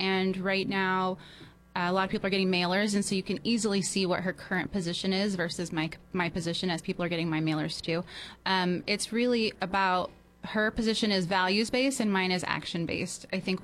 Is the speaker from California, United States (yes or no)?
yes; San Luis Obispo County, California, United States; I am the only assembly candidate born and raised in Slo County on the Central Coast.